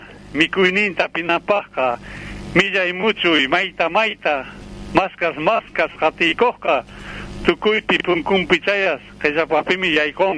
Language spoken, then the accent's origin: Spanish; Santiago del Estero, Argentina; first language Quechua; Spanish is a second language; moved away as an adult; now in Berazategui, Argentina; De Santiago soy de un paraje chiquito que está sobre el margen del río Salado. Se llama Colonia Siegel, departamento Sarmiento.